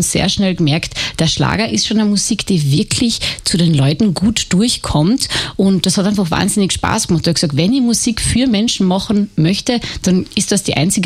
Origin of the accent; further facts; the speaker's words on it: Carinthia, Austria; ich bin Kärntnerin, also 100% natürlich